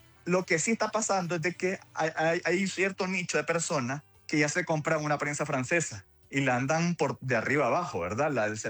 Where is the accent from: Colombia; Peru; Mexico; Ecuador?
Colombia; que es parte de nuestra cultura como colombiano